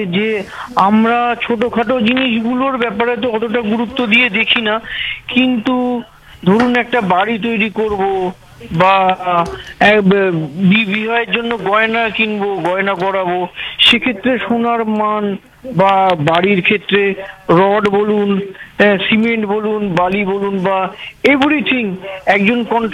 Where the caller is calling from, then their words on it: Howrah, West Bengal, India; নমস্কার, আমি হাওড়ার কোনা থেকে